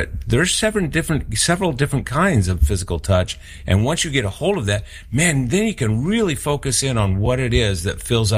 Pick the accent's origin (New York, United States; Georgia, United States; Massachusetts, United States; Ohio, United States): Massachusetts, United States; Boston; I grew up in Boston, by the way, where we dropped our R's. I've corrected the way I speak